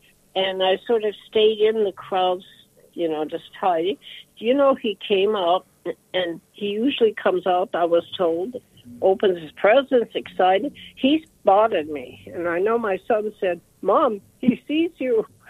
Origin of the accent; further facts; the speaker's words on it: Minot, North Dakota, United States; I'm originally centuries ago from North Dakota. So I was born here in Minot.